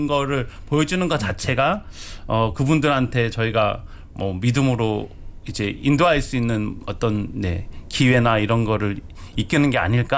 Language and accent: Korean; Busan, South Korea; born there; moved away; 제가 본가는 부산에 있거든요.